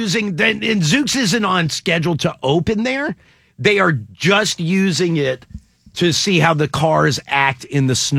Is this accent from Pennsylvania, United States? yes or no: yes; Pennsylvania, United States; Elliot, I grew up in Pennsylvania, and I remember the Jerry Penicoli story. It was huge in Pennsylvania.